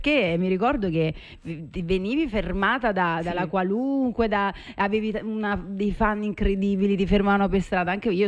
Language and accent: Italian; Naples, Campania, Italy; Io stessa da napoletana.